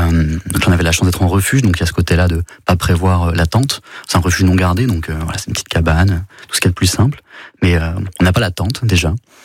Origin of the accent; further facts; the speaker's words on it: Roubaix, Hauts-de-France, France; Ici, j'ai grandi à Roubaix, à M. On est loin de ce relief-là.